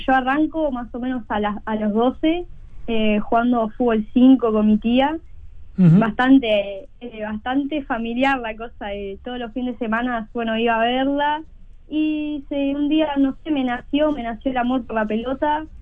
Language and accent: Spanish; Montevideo, Uruguay; De Jardines, bueno, yo estoy a unas cuadras del estadio de Danubio.